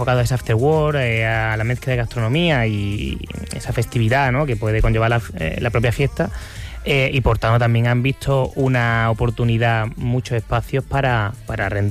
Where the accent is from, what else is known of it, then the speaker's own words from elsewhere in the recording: Córdoba, Andalusia, Spain; moved away as an adult; now in Barcelona, Spain; yo soy del sur, llevo aquí ya casi 9 años.